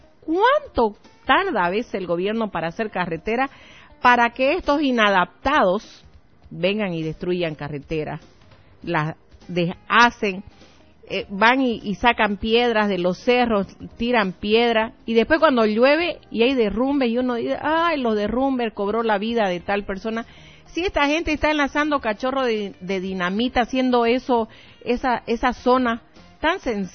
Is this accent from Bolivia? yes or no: yes; Bolivia; cuántos somos los bolivianos en total?